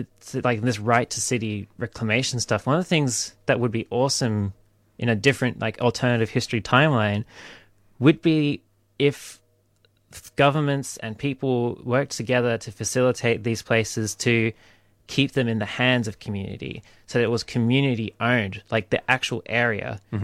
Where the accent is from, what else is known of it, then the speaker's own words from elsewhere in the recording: Sydney, New South Wales, Australia; a good example, because I'm from Sydney, is Redfern.